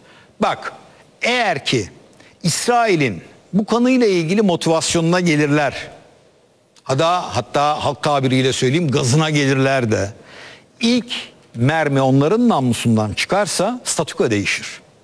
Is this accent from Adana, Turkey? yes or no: no; Balıkesir, Turkey; Ben Balıkesirliyim. Ben bunu kabul eder miyim?